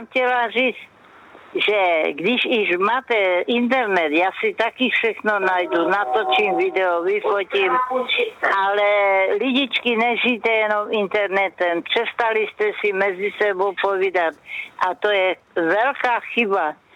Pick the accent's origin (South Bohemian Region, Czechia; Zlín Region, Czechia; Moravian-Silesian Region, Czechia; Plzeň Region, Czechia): Moravian-Silesian Region, Czechia; Krnov; Jo, moje rodné město je Krnov, Pavlo. Takže jedu do Krnova, tam mám brášku ještě. No a svoje rodaky, s kterýma jsem chodila do školy, vyrůstala.